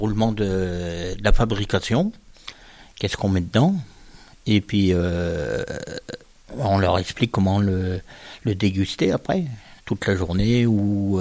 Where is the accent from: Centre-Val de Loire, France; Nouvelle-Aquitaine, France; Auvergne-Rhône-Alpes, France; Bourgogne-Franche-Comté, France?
Centre-Val de Loire, France